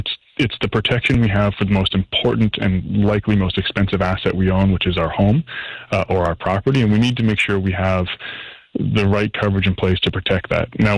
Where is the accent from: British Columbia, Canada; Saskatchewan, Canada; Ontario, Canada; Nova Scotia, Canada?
British Columbia, Canada; as a British Columbian, as probably any Canadian, this is horrifying, right?